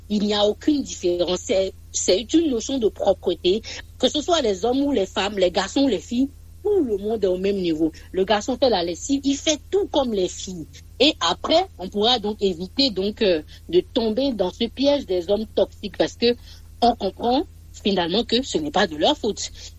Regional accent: Benin; chez nous, en Afrique, particulièrement au Bénin

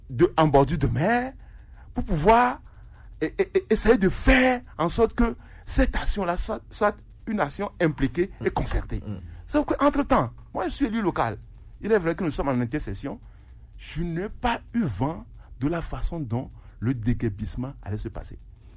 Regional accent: Lomé, Maritime, Togo; born there; Je suis né dans le Golfe 4 à l'Omnava. À l'époque, c'était le 3e arrondissement.

